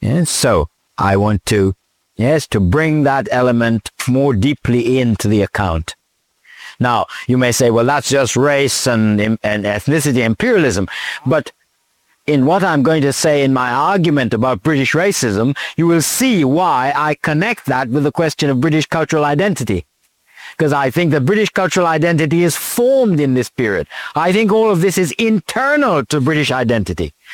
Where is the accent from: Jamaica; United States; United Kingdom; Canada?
Jamaica; born there; I was born in Jamaica.